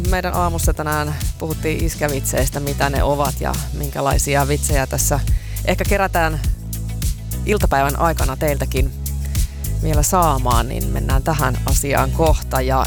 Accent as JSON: {"language": "Finnish", "region": "Eastern Finland", "country": "Finland", "said": "meillä päin ainakin Itä-Suomessa"}